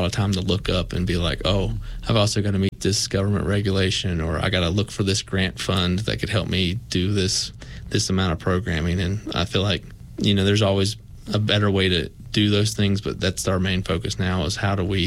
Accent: Meadowview, Virginia, United States; You know, I was a kid from Medview. I wasn't from Abingdon, even though Abingdon is where I do everything.

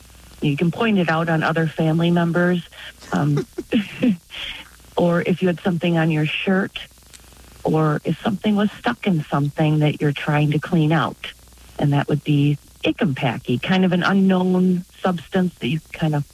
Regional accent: Neenah, Wisconsin, United States; I'm from Neenah, Wisconsin.

